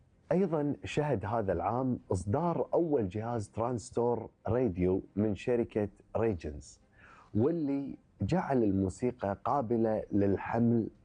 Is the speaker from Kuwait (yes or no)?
yes; Kuwait; في ديرتنا الحبيبة الكويت استمرت مسيرة بناء الدولة الحديثة بخطى واثقة وثابتة